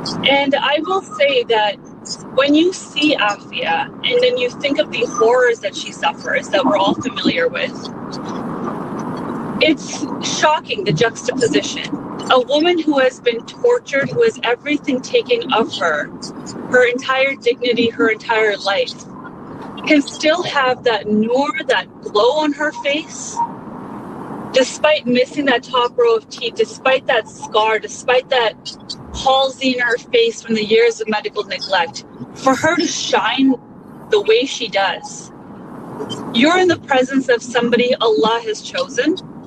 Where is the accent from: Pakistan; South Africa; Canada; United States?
Pakistan; I'm Pakistani